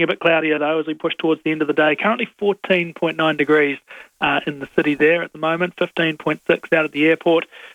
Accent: Wellington, New Zealand; I'm from Wellington.

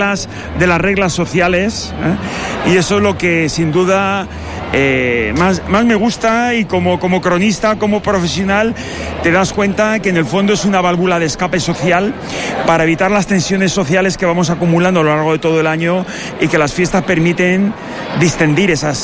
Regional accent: Alicante, Valencian Community, Spain; son fiestas de todos nosotros, como alicantinos, como valencianos, pero especialmente como mediterráneos.

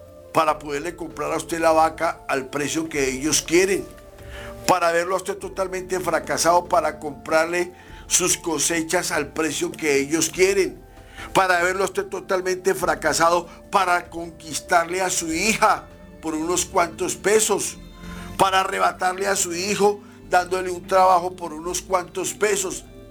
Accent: Catemaco, Veracruz, Mexico; Yo vengo de la tierra, yo vengo de Catemaco, Veracruz, la isla de los monos

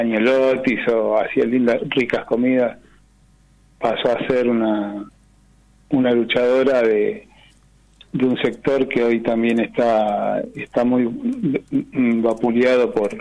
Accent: Temperley, Buenos Aires Province, Argentina; now in La Plata, Argentina; nosotros somos del barrio San José de Temperley, ahí es donde vivía con mi papá y con mis hermanos y yo.

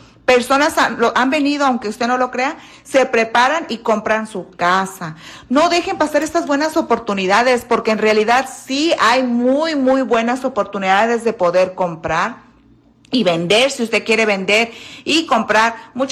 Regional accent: Michoacán, Mexico; No, soy de Michoacán.

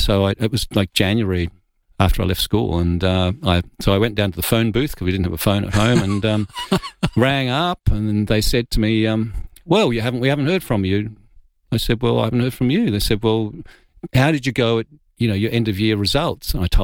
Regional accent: Ipswich, Queensland, Australia; also born or lived in England; I was born in England, but when my family moved out, they were 10-pound poms. They landed in Australia in 1966, and I was I lived in Ipswich and grew up, just outside Brisbane.

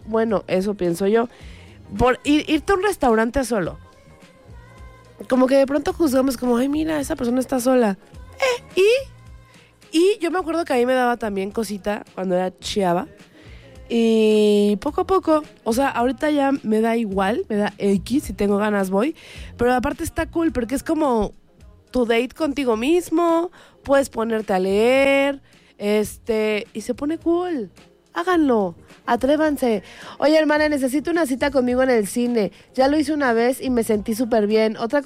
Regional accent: Villa del Carbón, State of Mexico, Mexico

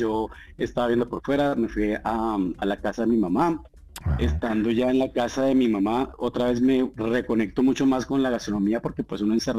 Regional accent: Agustín Codazzi, Cesar, Colombia; criadas en la costa norte de Colombia, puntualmente en Agustín Coa Cesar, que es de donde soy yo.

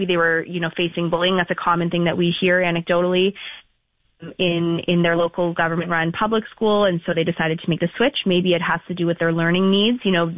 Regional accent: Toronto, Ontario, Canada; I grew up in the Toronto area

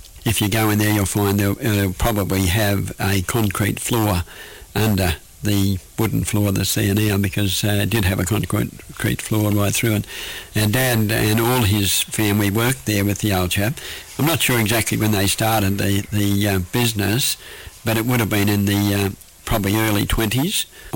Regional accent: Bellingen, New South Wales, Australia; I was born in Bellingen at a private hospital, Kalani, in William Street, Bellingen. It's now the residence of Dr. Heslop, on the 27th of May 1930.

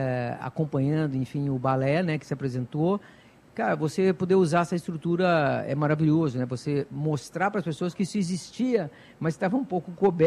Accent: Curitiba, Paraná, Brazil; now in Joinville, Brazil; eu vim para Joinville, vim de Curitiba para Joinville, moro aqui já há algum tempo

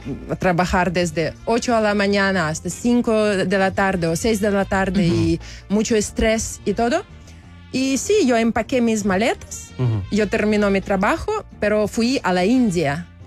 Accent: Belarus; Spanish is a second language; moved away as an adult; also born or lived in Maldives; now in Chile; yo de Belarus, en Belarus es muy pequeño país.

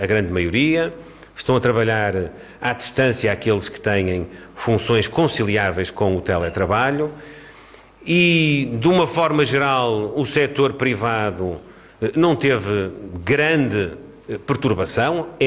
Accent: Portugal; apenas me parece, como cidadão, como português e como Primeiro-Ministro, que todos temos uma responsabilidade

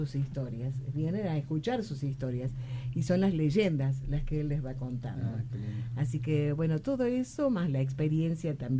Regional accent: Tucumán, Argentina

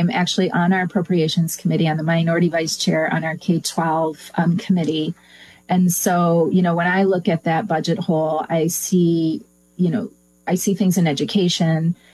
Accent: Michigan, United States; So I grew up in West Michigan, typical blue collar family.

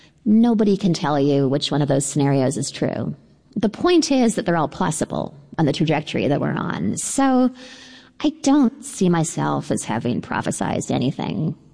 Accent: Canada; I feel I'm Canadian. I feel like I was politer about it.

